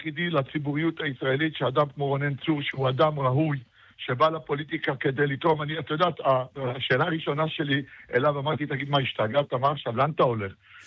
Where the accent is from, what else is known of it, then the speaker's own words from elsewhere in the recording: Lod, Central District, Israel; אני גדלתי בעיר מאוד מאוד ימנית, בלוד